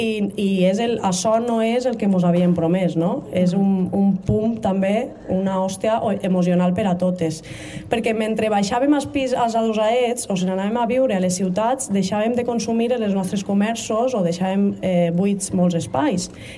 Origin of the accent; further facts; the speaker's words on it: Castalla, Valencian Community, Spain; jo som més de Castellà que la Torre Grossa